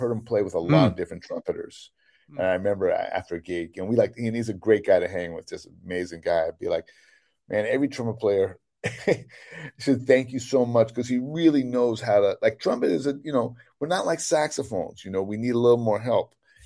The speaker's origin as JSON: {"language": "English", "town": "Berkeley", "region": "California", "country": "United States", "said": "And he went to Eagle Rock, and I'm from Berkeley. Eagle Rock's outside of LA."}